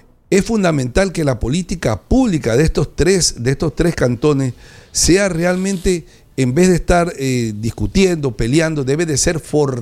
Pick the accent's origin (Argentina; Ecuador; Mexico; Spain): Ecuador; Manabí; yo soy un manabita que defiende siempre y soy orgulloso de ser manabita. Siempre digo que soy una mezcla de muchas cosas porque nací en un cantón, me crié en otro, estudié en otro